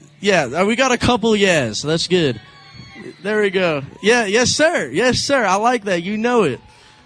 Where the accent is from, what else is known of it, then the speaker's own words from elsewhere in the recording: Carbondale, Colorado, United States; So I grew up in Carbondale